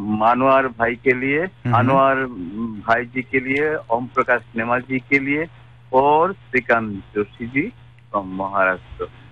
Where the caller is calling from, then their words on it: Ramkrishna Nagar, Assam, India; मेरा गांव का नाम है रामकृष्ण नगर।